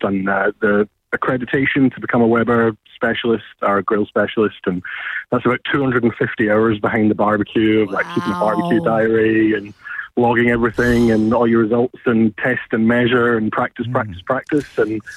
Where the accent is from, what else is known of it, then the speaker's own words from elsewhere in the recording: Scotland, United Kingdom; now in Australia; So it's funny talking to Australians about barbecue as a Scot.